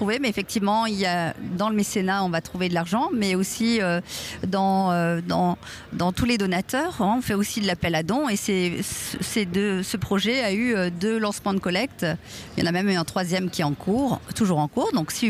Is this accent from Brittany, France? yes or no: no; Grand Est, France; moi je viens tout en haut du Bas-Rhin, et j'ai vraiment grand plaisir à venir ici